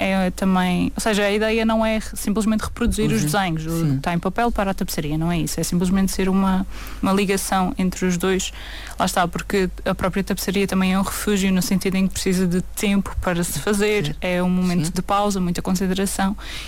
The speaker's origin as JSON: {"language": "Portuguese", "region": "Madeira", "country": "Portugal", "also_born_or_lived": "Lisbon / Barcelos", "said": "Sou madeirense. Sim, só o período da faculdade é que andei ali por Lisboa e Barcelos."}